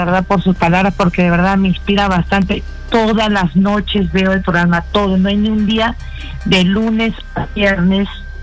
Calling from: Lima, Peru; Desde Ate

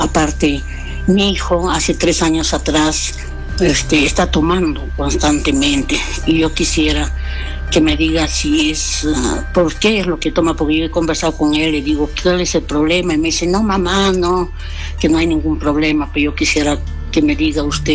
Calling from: Huancayo, Junín, Peru; De Huancayo

